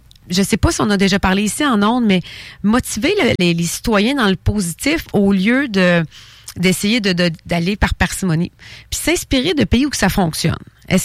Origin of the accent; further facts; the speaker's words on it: Quebec, Canada; J'étais dans ma ville natale